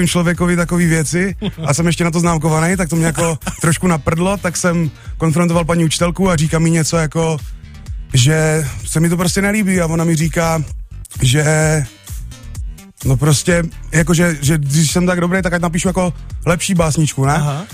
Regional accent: Ivančice, South Moravian Region, Czechia; born there; narodil jsem se v Ivančicích.

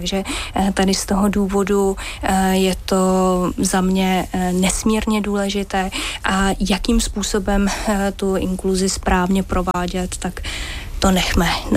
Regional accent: Mělník, Central Bohemian Region, Czechia; když jsem jezdila mezi Mělníkem a Prahou, Prahou a Mělníkem, protože já jsem z Mělníka

